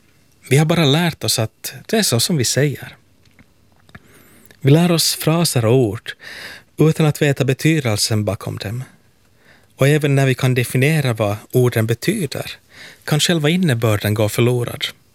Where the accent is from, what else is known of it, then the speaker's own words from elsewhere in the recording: Helsinki, Uusimaa, Finland; från Helsingfors.